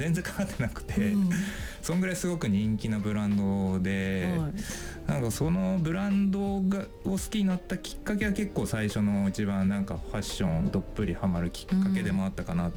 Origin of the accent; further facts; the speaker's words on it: Okayama, Japan; 僕は、地元岡山なんですけど